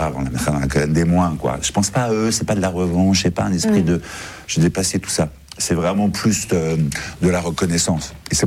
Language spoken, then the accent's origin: French; France; bonjour, je suis un Français.